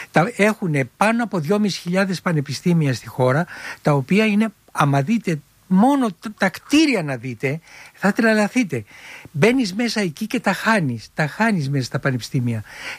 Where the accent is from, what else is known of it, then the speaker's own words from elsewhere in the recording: Filothei, Attica, Greece; γεννήθηκα στη Φιλοθέη. Γέννημα θρέμα. Γέννημα θρέμα, Φιλοθέη.